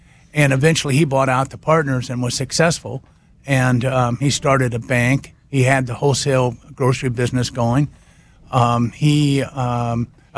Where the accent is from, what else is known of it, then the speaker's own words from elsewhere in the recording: Springfield, Illinois, United States; I'm from Springfield, Illinois.